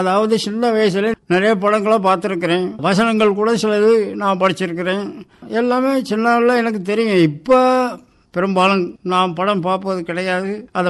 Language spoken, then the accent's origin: Tamil; Sembuthi, Tamil Nadu, India; moved away as an adult; now in Andaman and Nicobar Islands, India; தமிழ்நாட்டில் வந்து என்னுடைய மாவட்டம் புதுக்கோட்டை மாவட்டம், பொன்னமராவதி தாலுகா, செம்பூதி கிராமம், அங்கேதான் என்னுடைய சொந்த ஊர்.